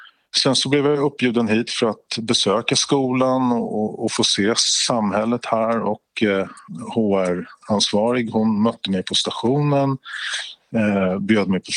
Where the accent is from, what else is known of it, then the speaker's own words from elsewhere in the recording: Stockholm, Stockholm County, Sweden; moved away; Innan jag flyttade så tänkte jag att jag skulle bli lite illa sedd för att jag kommer från Stockholm.